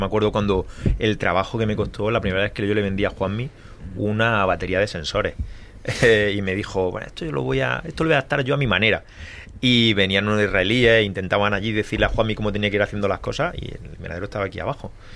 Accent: Adra, Andalusia, Spain; A ver, yo soy de Adra y yo sigo teniendo invernadero plano.

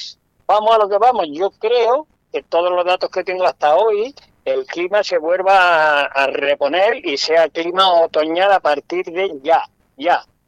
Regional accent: Spain; nosotros los vecinos que somos, los murcianos, los de Almería, toda esta zona

